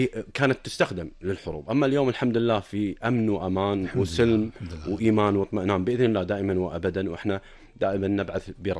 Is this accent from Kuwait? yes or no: yes; Kuwait; ارض الكويت ديرتنا الحبيبه الغاليه.